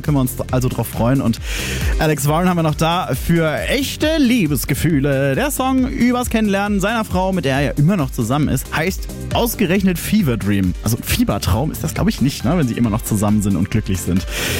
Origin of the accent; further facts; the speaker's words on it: Bavaria, Germany